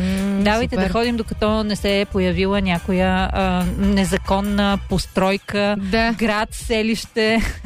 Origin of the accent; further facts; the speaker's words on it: Trun, Pernik Province, Bulgaria; born there; аз всъщност съм родена в Трън.